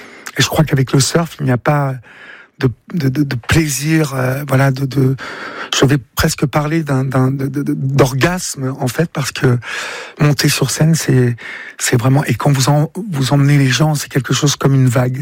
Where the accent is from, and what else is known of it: Évreux, Normandy, France; born or raised there; moved away as an adult